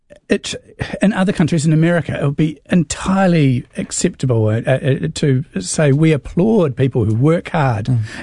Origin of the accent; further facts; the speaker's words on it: Scotland, United Kingdom; I'm Scottish.